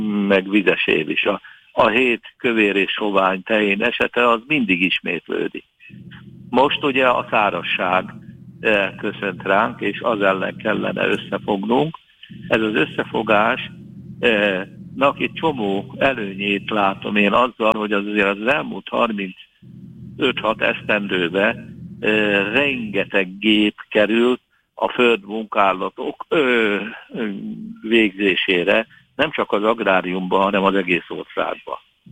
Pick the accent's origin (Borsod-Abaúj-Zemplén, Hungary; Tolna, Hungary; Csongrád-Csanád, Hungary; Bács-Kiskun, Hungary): Csongrád-Csanád, Hungary; Szeged; born there; Én tiszaparti településen születtem, most is ott élek, azaz most Szegeden